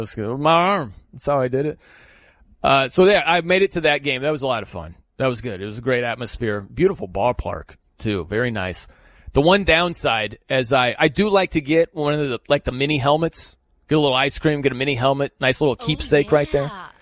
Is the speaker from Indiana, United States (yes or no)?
yes; South Bend, Indiana, United States; So I'm from South Bend, Indiana.